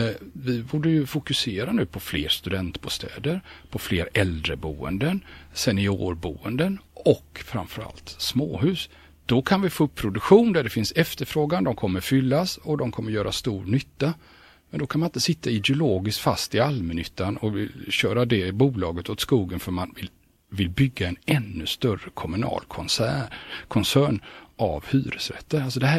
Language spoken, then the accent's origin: Swedish; Gothenburg, Västra Götaland County, Sweden; Alltså, det blir ju mycket värre än vad vi som alla göteborgare som var läskunniga.